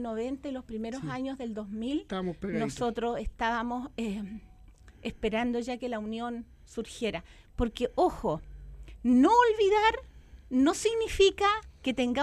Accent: Chile

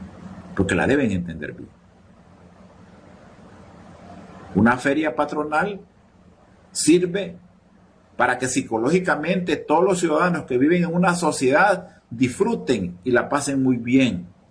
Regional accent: Sulaco, Yoro, Honduras; lo digo yo que soy de Sulaco, lo digo yo que he vivido esas experiencias.

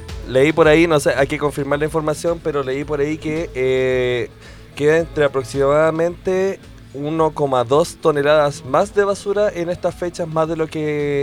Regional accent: Quilicura, Santiago Metropolitan Region, Chile; yo personalmente no soy de Colina, soy de Quilicura

